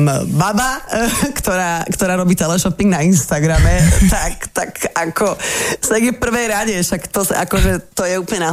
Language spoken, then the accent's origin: Slovak; Bratislava, Bratislava Region, Slovakia; Nežijem Petržalke, ale som z Petržalky, hej.